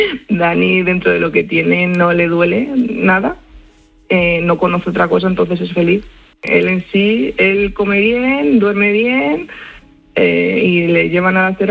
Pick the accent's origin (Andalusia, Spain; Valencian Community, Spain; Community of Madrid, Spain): Community of Madrid, Spain; Aranjuez; de donde somos, de Aranjuez.